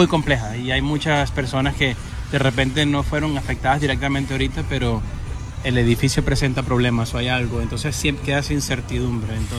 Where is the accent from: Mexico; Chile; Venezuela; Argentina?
Venezuela; moved away; esto como venezolano